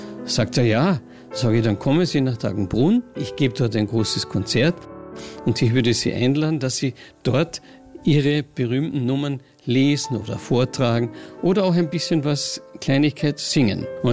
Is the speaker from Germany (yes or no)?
no; St. Veit an der Glan, Carinthia, Austria; der jetzige Burgherr, der Alfred Riedl, ist mit mir aufgewachsen in St. Veit an der Glan.